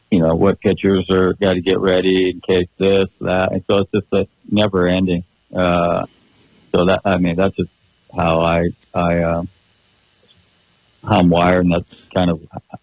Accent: San Luis Obispo, California, United States; in my entire existence growing up in San Luis

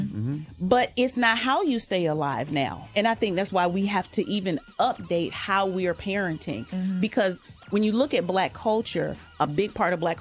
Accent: Southern United States, United States; born or raised there

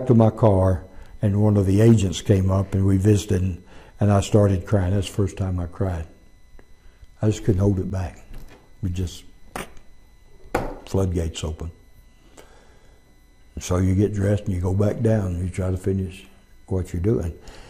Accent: Arkansas, United States; And that's when I found out he was from Arkansas. I'm from Arkansas.

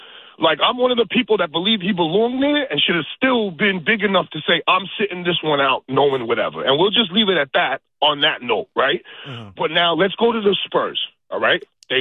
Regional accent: New York City, New York, United States; As a New Yorker, listen, I've been to the Puerto Rican, I'm Irish.

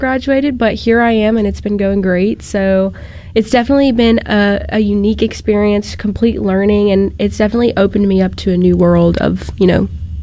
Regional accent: Crystal Springs, Mississippi, United States; I grew up in Crystal Springs, actually, so, you know, right over yonder, but I claim Jackson for the most part.

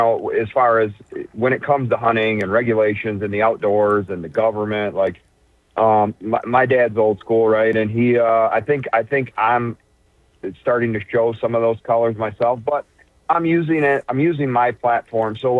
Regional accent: Ubly, Michigan, United States; moved away as an adult; I grew up in the Thelma, Michigan, specifically the Ubley area, and since I grew up, became an adult, had my own family, and have changed geographical locations

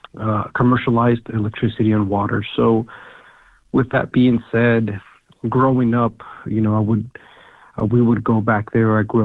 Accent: Oaxaca, Mexico; now in United States; I come from, I'm Mexican, right? I grew up here in the States, but I have a lot of family down in Mexico. And I come from a part of Mexico known as Oaxaca, which is very heavily populated in natives.

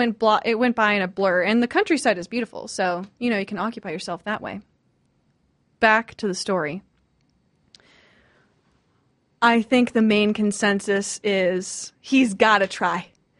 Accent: United States; born there; going through the U.S. school system

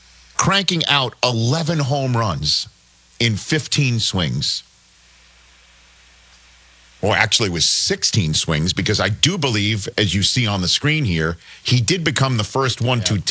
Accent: New York City, New York, United States; I'm from New York City. That's just up, you know, the Acela. That's just up the turnpike.

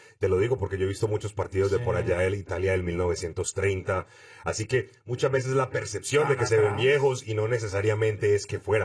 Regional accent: Colombia; a mis compatriotas. Porque te iba a decir que nuestros compatriotas, pero igual somos latinos, hermanos, estamos aquí todos. Un saludo a todos los colombianos que nos escuchan.

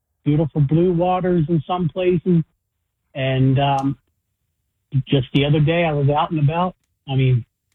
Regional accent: Pennsylvania, United States; now in Northeast Ohio, United States; I'm from Pennsylvania down there originally.

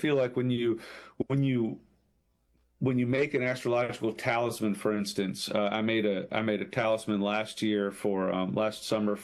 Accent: Pennsylvania, United States; now in Kentucky, United States; No, I'm originally from Pennsylvania.

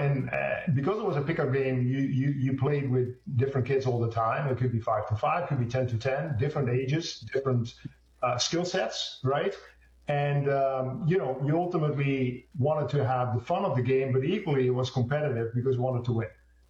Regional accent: eastern Netherlands, Netherlands; moved away; I hail originally from the Netherlands, the eastern side, close to the German border.

